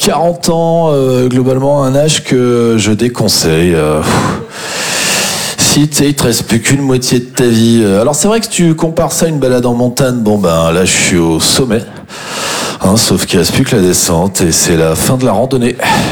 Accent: Champagnole, Bourgogne-Franche-Comté, France; born or raised there

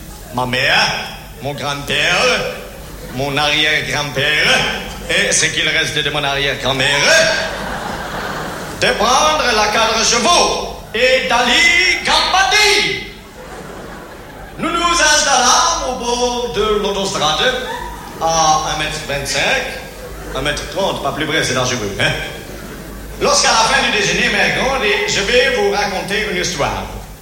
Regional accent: Belgium; Je suis belge, monsieur, oui.

